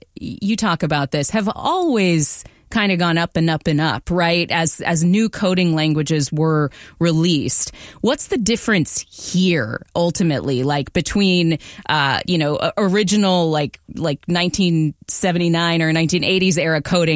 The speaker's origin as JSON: {"language": "English", "town": "Redmond", "region": "Washington", "country": "United States", "tie": "born or raised there"}